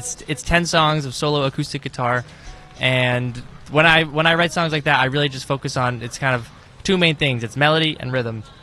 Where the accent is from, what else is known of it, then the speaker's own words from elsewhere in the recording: New Paltz, New York, United States; I'm from New Paltz, but right next to Rosendale.